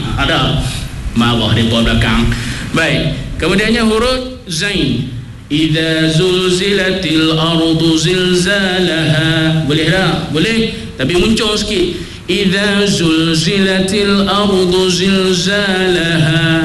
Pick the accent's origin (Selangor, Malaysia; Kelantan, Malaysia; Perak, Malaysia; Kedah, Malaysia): Kedah, Malaysia; Ha, saya orang Kedah juga, orang Utara juga, orang Pilih juga.